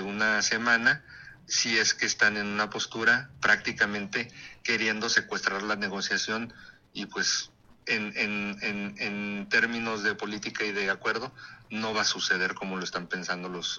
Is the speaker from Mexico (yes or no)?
yes; Mexico; pues también sabíamos que como mexicanos, que nos gusta el guateque y el argüende